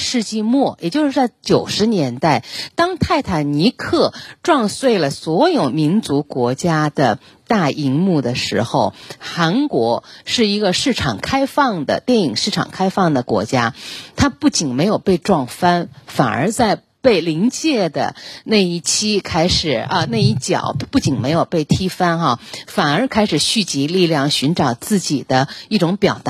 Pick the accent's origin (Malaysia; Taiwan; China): China